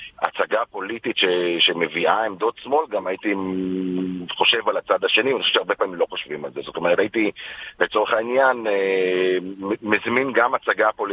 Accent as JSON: {"language": "Hebrew", "town": "Tel Aviv", "region": "Tel Aviv District", "country": "Israel", "tie": "born or raised there", "said": "אבל אבא שלי תמיד היה ימני, וגדלתי במרכז תל אביב"}